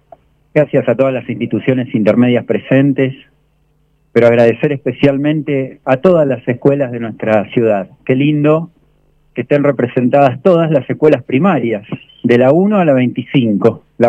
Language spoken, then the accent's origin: Spanish; Argentina; esto que sentimos como argentinos